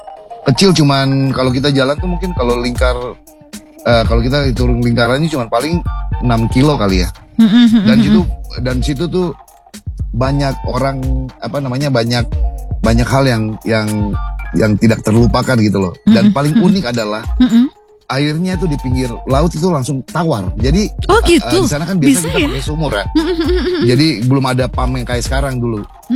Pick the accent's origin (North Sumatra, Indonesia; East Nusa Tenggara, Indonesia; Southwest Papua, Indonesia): Southwest Papua, Indonesia; Saya kan besar di Papua ya